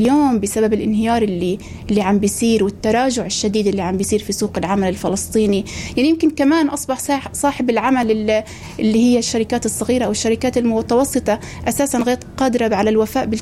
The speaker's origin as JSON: {"language": "Arabic", "country": "Palestine", "said": "إحنا كاقتصاد فلسطيني"}